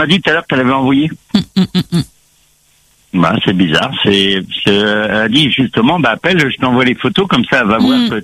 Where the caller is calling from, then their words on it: Lisieux, Normandy, France; je suis de Lisieux dans le 14.